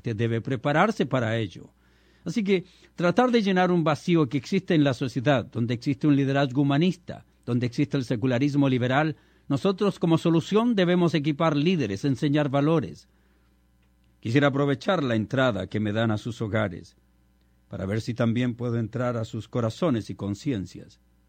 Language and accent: Spanish; Chile